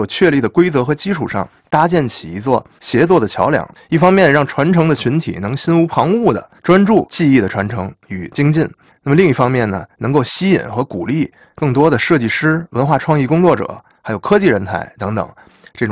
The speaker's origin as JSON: {"language": "Chinese", "region": "Tianjin", "country": "China", "said": "我作为一个天津人哈，我就感觉很深，比如吃天津的早点"}